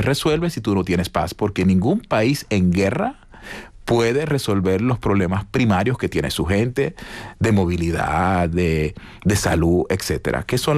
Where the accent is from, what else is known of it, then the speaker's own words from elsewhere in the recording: Maracaibo, Zulia, Venezuela; born there; yo soy venezolano, yo nací en un barrio muy humilde que se llama El Silencio, en Maracaibo, Estado Zulia, en Venezuela.